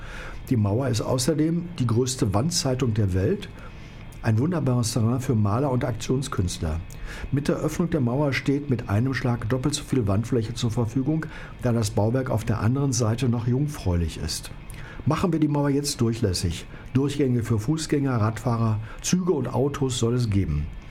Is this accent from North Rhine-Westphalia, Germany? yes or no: yes; Dortmund, North Rhine-Westphalia, Germany; moved away as an adult; now in Berlin, Germany; ich bin in Dortmund aufgewachsen.